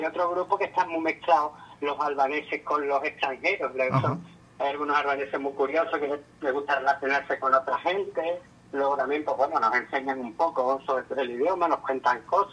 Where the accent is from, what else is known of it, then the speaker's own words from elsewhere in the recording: Spain; como yo vengo de España, que están subiendo mucho los alquileres en ciertas zonas.